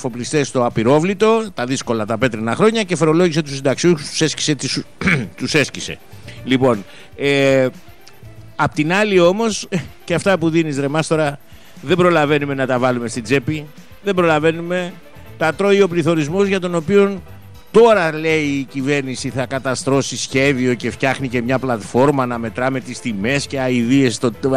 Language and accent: Greek; Western Greece, Greece; καλημέρα απέναντι στην πατρίδα μου, Μεσολόγγι και Αγρίνιο, στην Ετωλοακαρνανία γενικώς.